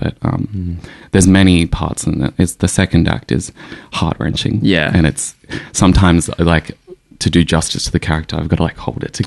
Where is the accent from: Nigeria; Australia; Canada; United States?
Australia; Queanbeyan, New South Wales; moved away as an adult; now in Sydney, Australia; I think I'm 30, so, like, I grew up and I was still... I grew up in Queen Bien, a very small town